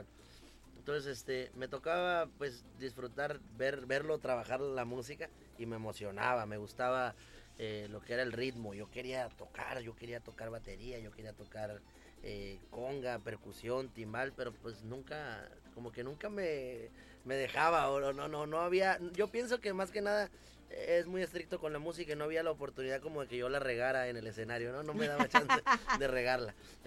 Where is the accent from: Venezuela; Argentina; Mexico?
Mexico; Veracruz; Soy, soy veracruzano, padres, mi padre cubano, mi madre veracruzana, abuelos cubanos.